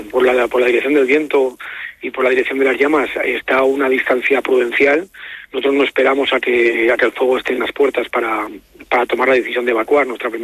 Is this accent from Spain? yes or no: yes; Huesca, Aragon, Spain; Todos los que somos de Huesca y conocemos la zona